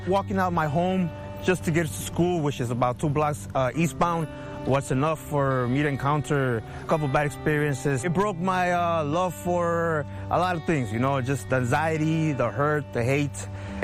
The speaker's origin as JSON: {"language": "English", "town": "Chicago", "region": "Illinois", "country": "United States", "tie": "born or raised there", "said": "I'm from Chicago's Back of the Yards neighborhood. I'm a community gardener, and this is what I do."}